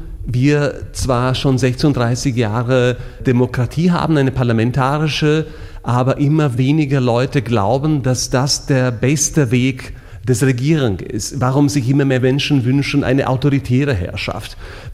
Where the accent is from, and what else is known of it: Slovakia